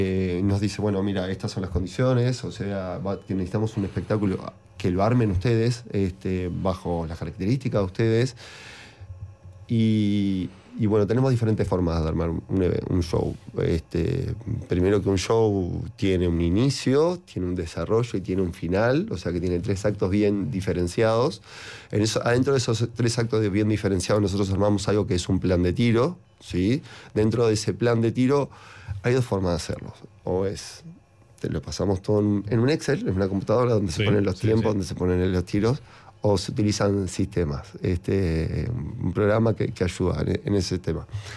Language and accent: Spanish; Uruguay